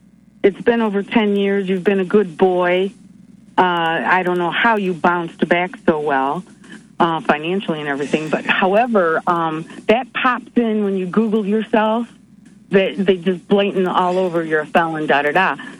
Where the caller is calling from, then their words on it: Michigan, United States; from the territory of Michigan.